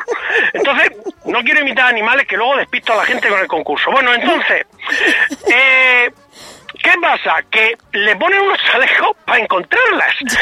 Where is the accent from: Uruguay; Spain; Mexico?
Spain; Digo yo eso siendo español de España con pedigrí